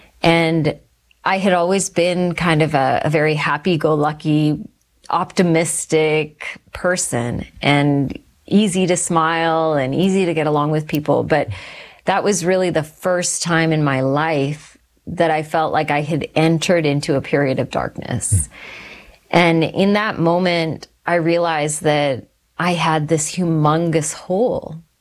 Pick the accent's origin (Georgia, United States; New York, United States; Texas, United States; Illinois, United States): Texas, United States; also born or lived in Calgary, Canada / Sri Lanka; So I was born in Canada. Okay. I was born in Calgary, and then my family shifted to the States. So I grew up in Texas for a while, and then my parents sadly got divorced. And so my mom moved my brother and I to Sri Lanka